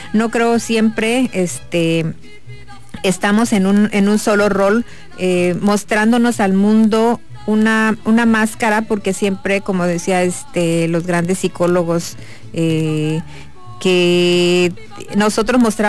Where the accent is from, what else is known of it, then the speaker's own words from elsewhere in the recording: Mexico; la mayoría somos grandes mexicanos que queremos lo mejor para nuestro país.